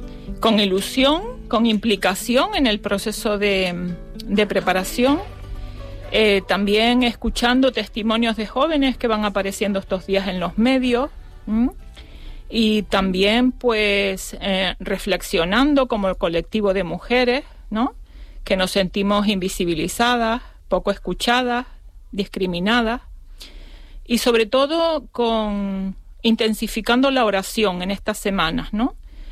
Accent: Canary Islands, Spain

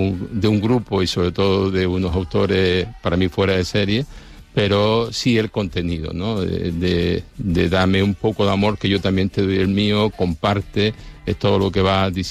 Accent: Basque Country, Spain; Yo soy del barrio de Zárate, me crié allí.

